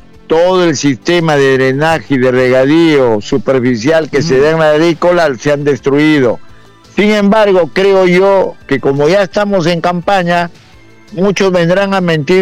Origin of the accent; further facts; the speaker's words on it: Monsefú, Lambayeque, Peru; En mi pueblo de Monsebú